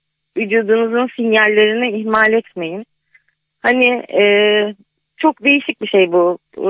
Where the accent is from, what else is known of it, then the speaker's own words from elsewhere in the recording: Kuşadası, Aydın, Turkey; born there; also born or lived in Kars; Yani çok uzun yıllardır buradayım. 6 yaşından beri şu anda 45 yaşındayım. Aa, artık buralıyım diyebilirim. Ama aslen Karslıyım.